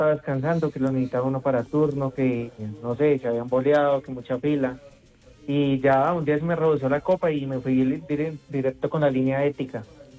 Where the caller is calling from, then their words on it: Bogotá, Colombia; Estoy acá en Kennedy